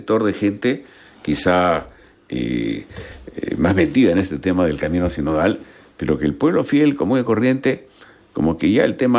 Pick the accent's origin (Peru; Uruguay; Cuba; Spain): Peru; La verdad, yo hablo el eco que se siente pues ahí en por lo menos en mi país.